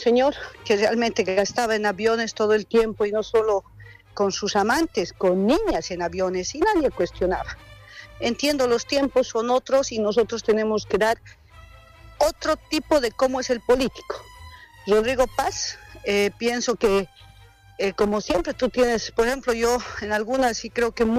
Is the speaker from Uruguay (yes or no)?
no; El Alto, La Paz, Bolivia; Primero, yo vengo de la ciudad del Alto